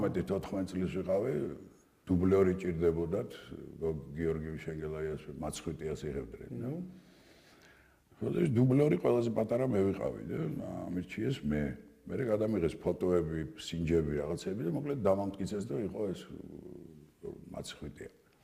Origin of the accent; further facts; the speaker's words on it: Tbilisi, Georgia; დავიბადე პლეხანოვზე, გავიზარდე, გადავედი სამურთაველზე, გავიზარდე რუსთაველზე, სოლოლაკში და მთაწმინდაზე.